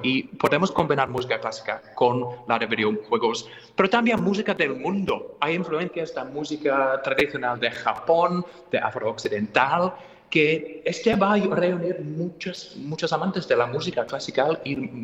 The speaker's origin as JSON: {"language": "Spanish", "region": "England", "country": "United Kingdom", "second_language": "Spanish", "moved": "yes", "lives_now": "Madrid, Spain", "said": "Yo soy de Inglaterra, pero me siento muchísimo mejor como español adoptado, ¿vale?"}